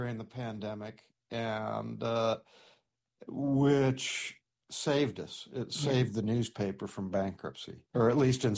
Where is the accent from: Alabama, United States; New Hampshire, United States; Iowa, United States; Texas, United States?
Iowa, United States; Storm Lake; born there; And I was born in Storm Lake.